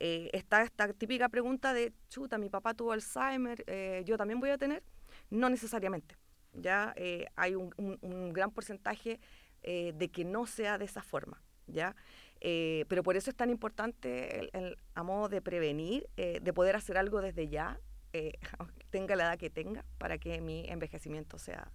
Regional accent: Santiago Metropolitan, Chile; del sector de donde yo vengo, La Florida, Puente Alto, San Joaquín.

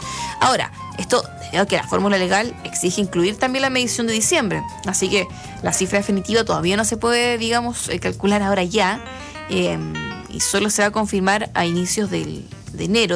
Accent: Chile; Como buen chileno, buena chilena que soy.

